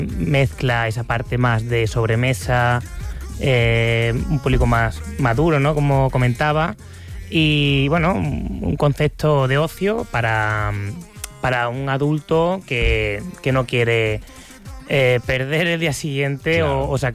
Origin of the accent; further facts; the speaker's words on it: Córdoba, Andalusia, Spain; moved away as an adult; now in Barcelona, Spain; yo soy del sur, llevo aquí ya casi 9 años.